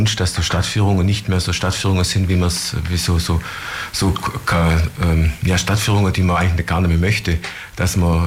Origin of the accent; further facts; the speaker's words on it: Baden-Württemberg, Germany; now in Ulm, Germany; bin 55 Jahre alt, bin aber ein reingeschmeckter Württemberger aus dem Stuttgarter Raum. Man hört es auch, sagt man mir